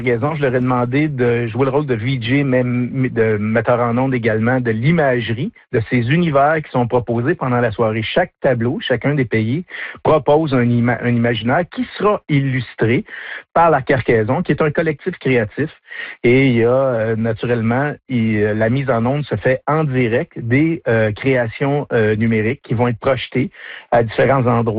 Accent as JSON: {"language": "French", "town": "Rouyn-Noranda", "region": "Quebec", "country": "Canada", "moved": "yes", "said": "En passant, je viens de Rouyn-Noranda, j'ai quitté Rouyn-Noranda il y a tout ça 25 ans, plus ou moins."}